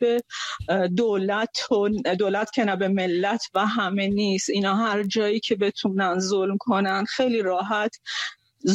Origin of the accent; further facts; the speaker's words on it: Khuzestan, Iran; با این حال که خودم خوزستانیم، خیلی از فامیلام تو خوزستانن